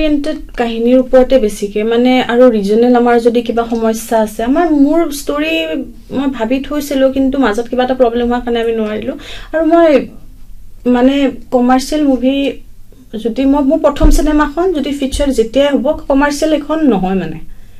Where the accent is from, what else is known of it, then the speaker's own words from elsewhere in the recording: Assam, India; আৰু মই অসমীয়া হিচাপে আৰু মই অসমীয়া ভাষাটোলৈ বহুত গৌৰৱ কৰোঁ